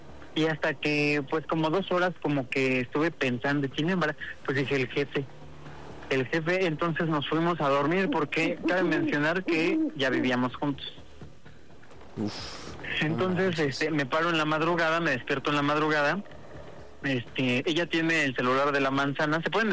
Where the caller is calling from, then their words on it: Cuautitlán Izcalli, State of Mexico, Mexico; De Cuautitlán Izcalli